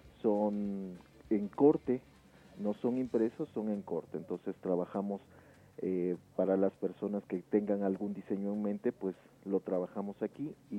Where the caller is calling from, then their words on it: Quito, Pichincha, Ecuador; Del sector de La Mariscal